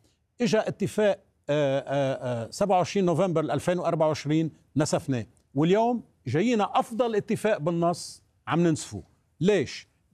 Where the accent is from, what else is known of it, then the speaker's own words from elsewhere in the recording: Lebanon; كلبنانيين